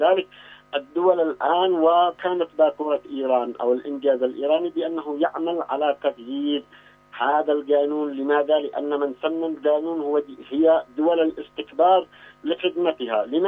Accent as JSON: {"language": "Arabic", "country": "Yemen", "said": "عندنا في اليمن"}